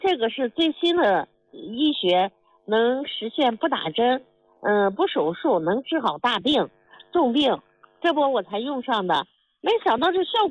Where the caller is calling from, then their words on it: Xi'an, Shaanxi, China; 我是西安的。